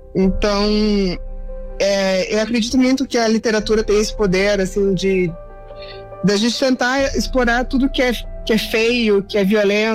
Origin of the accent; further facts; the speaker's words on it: Balneário Camboriú, Santa Catarina, Brazil; also born or lived in Passo Fundo; now in Curitiba, Brazil; Sim, eu nasci no Rio Grande do Sul, né? Morei até mais ou menos metade da minha vida em Passo Fundo, Rio Grande do Sul, e me criei basicamente em Balneário Camboriú, Santa Catarina, para depois na vida adulta morar em Curitiba